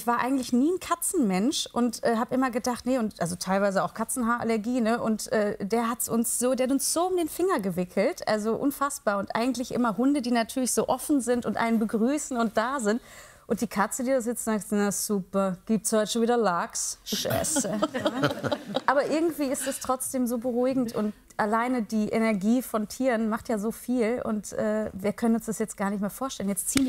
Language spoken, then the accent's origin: German; Heinsberg, North Rhine-Westphalia, Germany